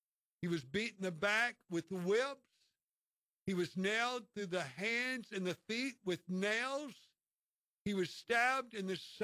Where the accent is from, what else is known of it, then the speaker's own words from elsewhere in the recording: Glen Rose, Texas, United States; now in Houston, United States; I took a job far away from my hometown here in Houston, where I live now. Bobby, still in Glenrose.